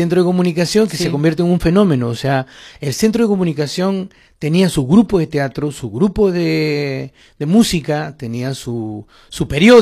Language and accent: Spanish; Villa El Salvador, Lima, Peru; Yo soy de Villa El Salvador, una ciudad que está a 20 kilómetros de Lima.